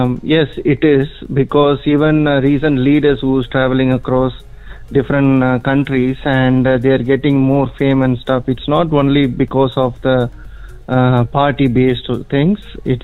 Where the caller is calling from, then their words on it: South India, India; I am from South India, so.